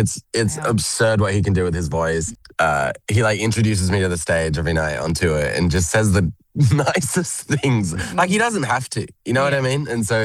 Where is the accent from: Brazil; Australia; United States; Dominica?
Australia; Sydney, New South Wales; it really was being played on like Nova 969 because I grew up in Sydney.